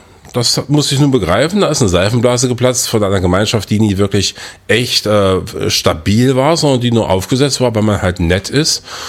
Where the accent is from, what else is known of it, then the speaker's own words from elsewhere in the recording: Weißenfels, Saxony-Anhalt, Germany; moved away; also born or lived in Eisleben; Ja, ich bin in Eisleben geboren, in Weißenfels aufgewachsen. Also das ist mein Ursprungsfluidum dieser proletarisch geprägten Kultur des Industriedreieckes.